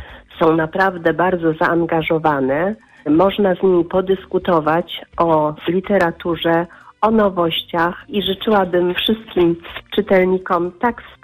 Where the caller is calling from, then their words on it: Greater Poland Voivodeship, Poland; Stała słuchaczka Waszego radia, Zborówca.